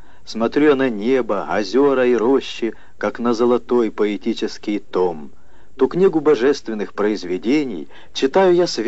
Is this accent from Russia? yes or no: no; Mariupol, Donetsk Oblast, Ukraine; born there; Я родился в Мариуполе, в христианской семье